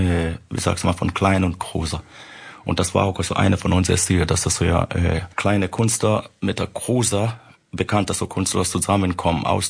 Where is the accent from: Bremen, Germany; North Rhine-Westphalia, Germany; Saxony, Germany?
Saxony, Germany; Chemnitz; Wir kommen aus Chemnitz, Karl-Marx-Stadt.